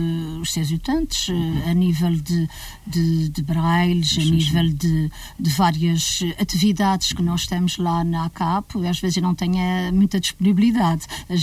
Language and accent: Portuguese; Nordeste, Azores, Portugal; Aliás, eu sou natural do Nordeste.